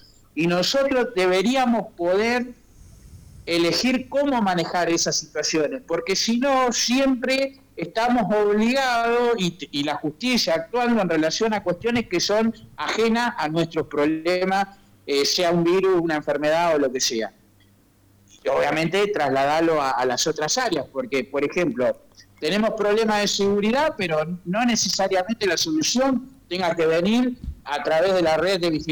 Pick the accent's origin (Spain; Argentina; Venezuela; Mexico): Argentina